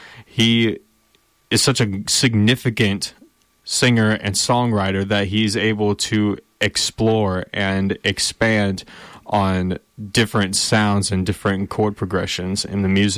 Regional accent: Paragould, Arkansas, United States; also born or lived in Jonesboro, Arkansas; I was born and raised. I was born in Jonesboro. I was raised in Paragould. I went to school at Greene County Tech and then went to college at Arkansas State University

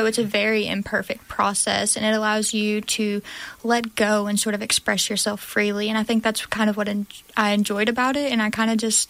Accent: United States; Growing up in the Delta, there's a strong tradition of quilting.

